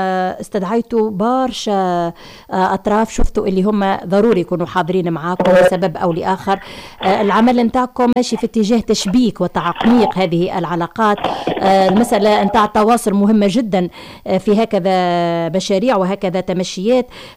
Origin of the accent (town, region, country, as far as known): Tunisia